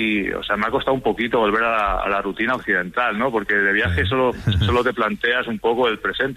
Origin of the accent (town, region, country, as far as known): Zamora, Castile and León, Spain; now in Barcelona, Spain